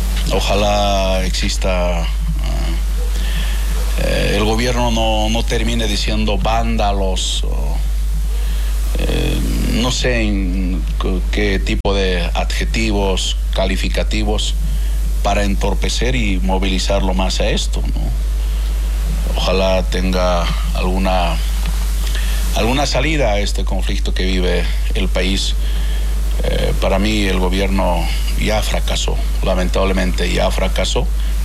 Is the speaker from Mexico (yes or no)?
no; Bolivia; Seríamos irresponsables como bolivianos